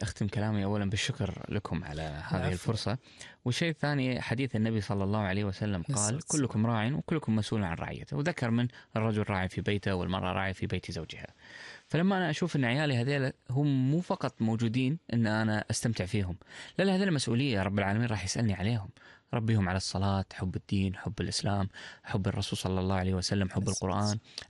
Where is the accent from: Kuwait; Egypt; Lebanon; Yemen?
Kuwait; والله أنا أشوف بالمكاتب اللي موجودة عندنا بالكويت